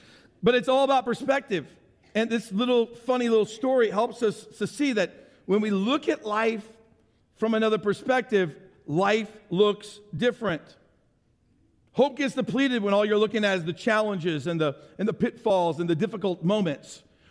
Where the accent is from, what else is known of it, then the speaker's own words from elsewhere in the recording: St. Louis, Missouri, United States; my hometown of St. Louis.